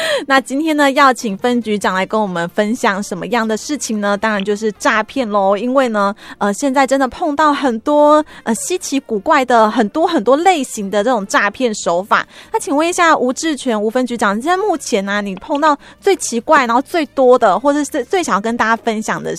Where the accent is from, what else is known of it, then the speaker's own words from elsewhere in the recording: Taiwan; 我们台湾人